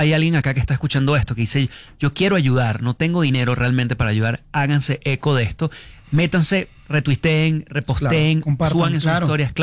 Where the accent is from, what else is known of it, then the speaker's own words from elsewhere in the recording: Venezuela; now in Mexico; como venezolano que tiene acá 10 años